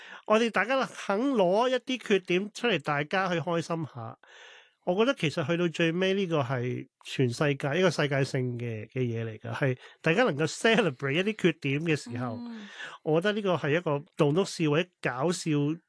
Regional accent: Hong Kong; moved away; 我系香港人啦，本身咁。但是我都有在外國很久的時間浸，叫所謂浸淫過啦

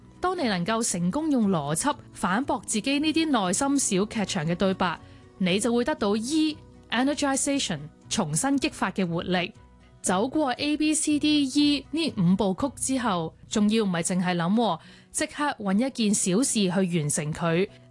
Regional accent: Hong Kong; 咁同好多代我哋香港人嗰种顶硬上啦

